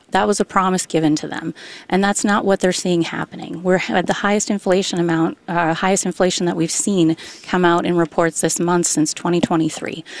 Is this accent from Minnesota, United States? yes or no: yes; Hermantown, Minnesota, United States; I grew up in Hermantown to a very working-class union family. My dad was a carpenter and worked at the paper mill. My mom was a nurse for 42 years at St. Essentia.